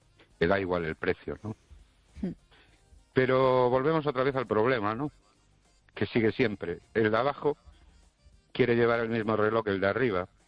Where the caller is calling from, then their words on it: Ourense, Galicia, Spain; de Orense